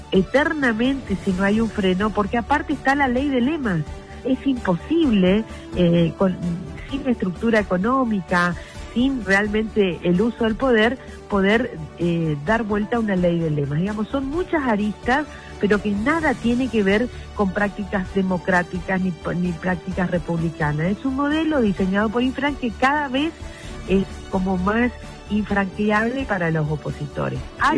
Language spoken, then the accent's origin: Spanish; Formosa, Argentina